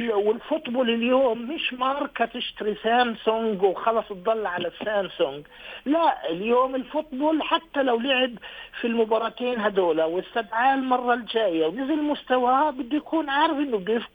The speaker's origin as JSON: {"language": "Arabic", "country": "Palestine", "said": "وفخر لإنا كفلسطينيين"}